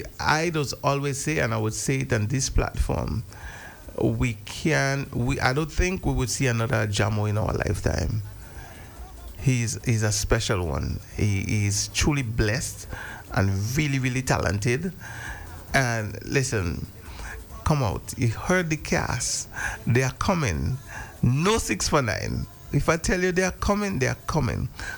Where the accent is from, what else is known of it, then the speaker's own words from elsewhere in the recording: Grenada; when I'm traveling and I say I'm from Grenada